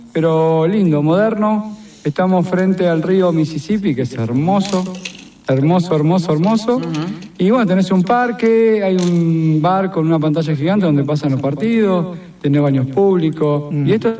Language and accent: Spanish; Buenos Aires Province, Argentina; now in United States; yo soy oriundo de Villavol